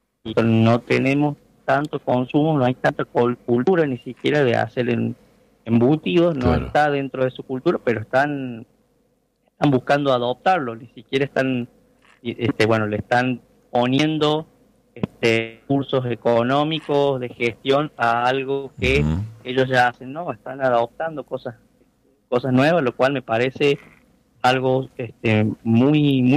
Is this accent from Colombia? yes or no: no; Argentina